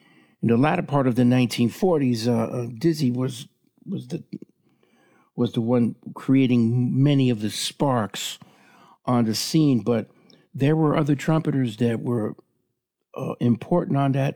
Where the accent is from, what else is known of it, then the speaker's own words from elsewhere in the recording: Bronx, New York, United States; Bronx. That's my hometown.